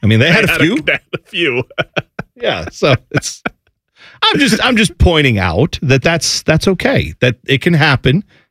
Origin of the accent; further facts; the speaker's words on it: Ohio, United States; That just growing up in Ohio, that doesn't make any sense to me.